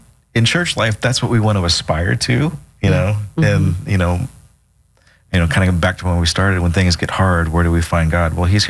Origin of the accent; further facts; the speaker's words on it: Utah, United States; Okay, I grew up in Utah in a Mormon home and was very involved in the Mormon faith until I was about 21.